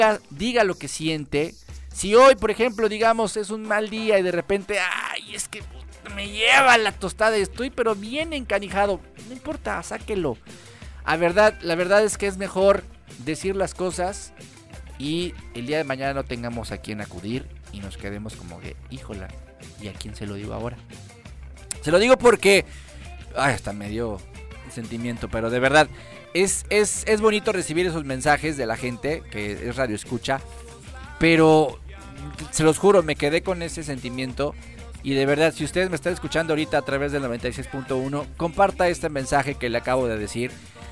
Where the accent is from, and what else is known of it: Mexico